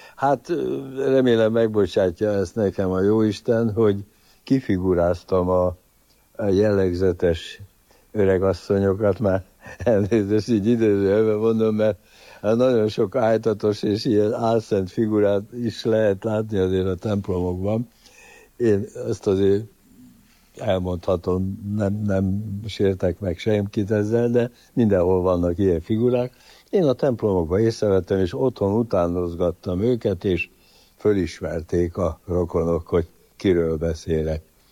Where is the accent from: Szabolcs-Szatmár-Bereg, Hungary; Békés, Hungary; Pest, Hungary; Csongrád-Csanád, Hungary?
Békés, Hungary; Csanádapáca; also born or lived in Săcueni (Székelyhíd), Romania; menekült a két gyerekével, egy-két rokonunk segítségével Csanádapácára vissza, ahol született, és ott nevelkedtem én is.